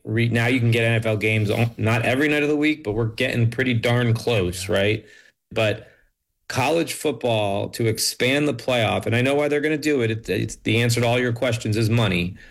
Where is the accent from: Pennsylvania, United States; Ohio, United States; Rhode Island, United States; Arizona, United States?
Rhode Island, United States; a kid growing up in Rhode Island and in the Northeast